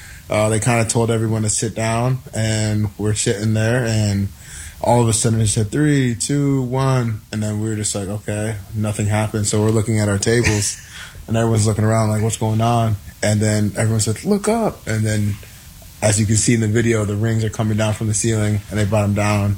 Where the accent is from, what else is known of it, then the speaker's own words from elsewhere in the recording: Minnesota, United States; being from Minnesota in my hometown, you know, I wanted to go back and give them a chance to see that it is possible. A kid from Minnesota made his dreams come true and made it to the NFL.